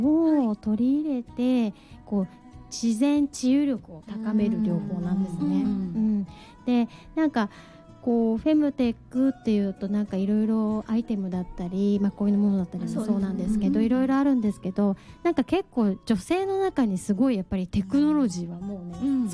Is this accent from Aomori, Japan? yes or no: no; Aichi, Japan; あれ西山東山私愛知県出身